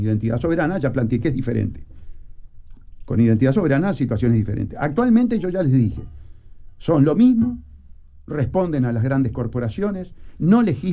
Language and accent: Spanish; Montevideo, Uruguay; soy de Sayago.